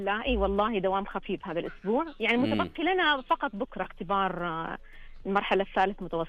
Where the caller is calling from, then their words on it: Taif, Makkah Province, Saudi Arabia; أكلمكم من مدينة الورد